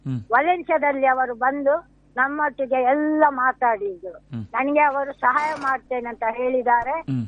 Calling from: Karnataka, India

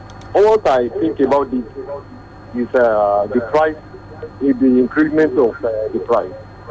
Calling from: Osogbo, Osun, Nigeria; calling from Oshogbo.

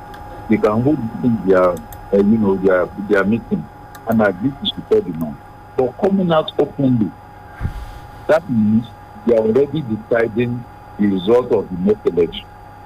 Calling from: Namibia; I'm a delegate, and I'm calling from Namibia.

